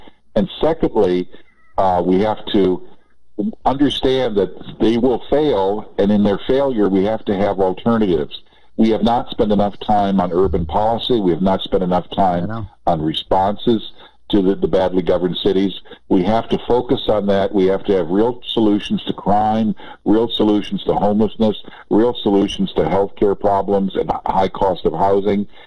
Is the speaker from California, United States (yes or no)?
yes; San Francisco, California, United States; San Francisco, my hometown, has a new mayor